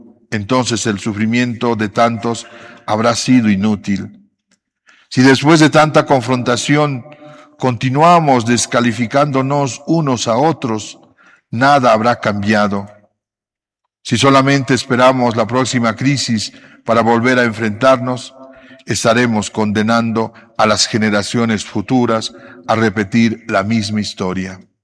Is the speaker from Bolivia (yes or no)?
yes; Bolivia